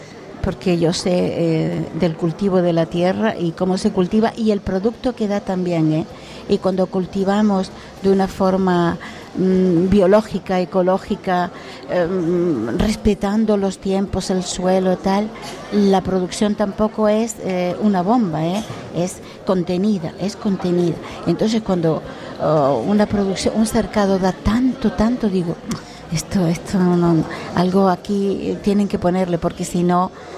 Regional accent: Canary Islands, Spain; Yo soy de Tirajana.

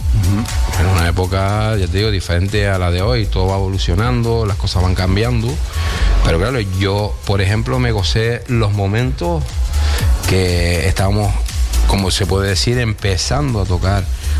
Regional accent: Santa Cruz de Tenerife, Canary Islands, Spain; born there; Santa Cruz.

